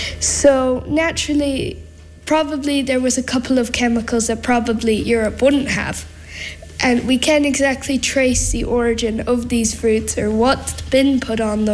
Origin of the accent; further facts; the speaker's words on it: Carnamona, Connacht, Ireland; I'm from Carnamona, County Galway.